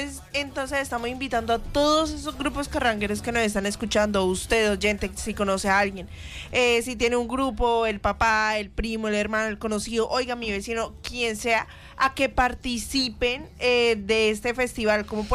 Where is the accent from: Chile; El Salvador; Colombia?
Colombia; nuestra tierra, nuestras raíces, nuestra fuerza y lo que somos y lo que nos une como colombianos